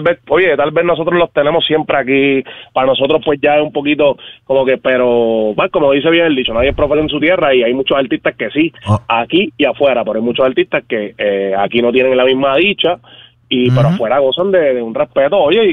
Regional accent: Puerto Rico; que siendo boricua uno

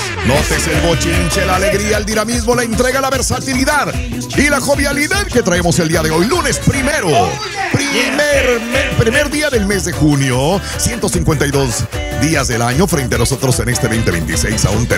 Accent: Mexico; Soy otro mexicano que no me gustaría dar esa imagen.

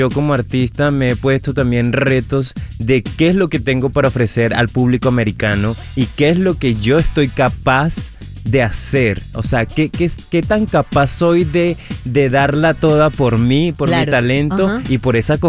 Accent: Venezuela; moved away; yo soy un artista venezolano con raíces colombianas también, porque mi madre es colombiana

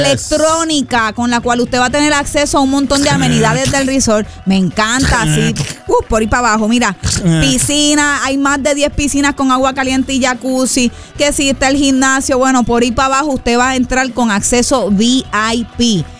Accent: Caguas, Puerto Rico; Yes, mi ciudad natal.

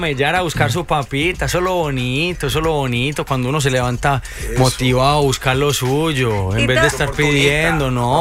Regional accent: Colombia; moved away; also born or lived in United States; Yo salí de Colombia buscando el oro en otros lugares y ya quizás pasé mucho tiempo afuera, y cuando me di cuenta era demasiado tarde y quise regresar a mis raíces

